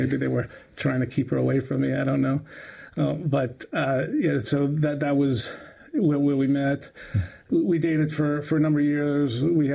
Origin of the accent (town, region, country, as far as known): Brooklyn, New York, United States; born or raised there